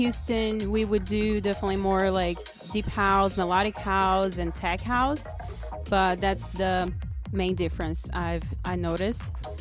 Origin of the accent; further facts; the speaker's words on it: Brazil; moved away; also born or lived in Texas; And yeah, I moved from Brazil there, and then